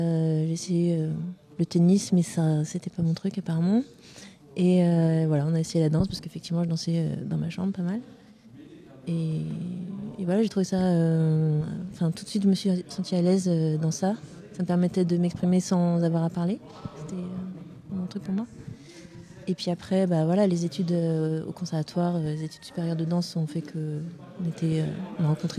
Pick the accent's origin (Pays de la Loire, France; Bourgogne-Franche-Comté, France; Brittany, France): Pays de la Loire, France; Saint-Nazaire; born there; moved away as an adult; also born or lived in Paris; moi j'ai commencé la danse à Saint-Nazaire aussi en même temps que Vanessa, on a été dans la même école de danse et on est parties toutes les deux du coup au conservatoire à Paris et après moi j'ai quitté la France et j'ai fait une longue carrière à l'étranger